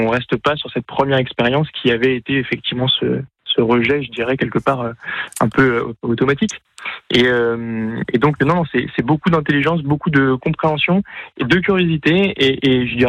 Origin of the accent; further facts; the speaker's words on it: Nantes, Pays de la Loire, France; je viens en plus d'une région qui n'est pas taurine. Alors on va parler de Paris, c'est sûr, mais en plus, moi, je suis originaire de Nantes. Et je vais avoir 28 ans cette année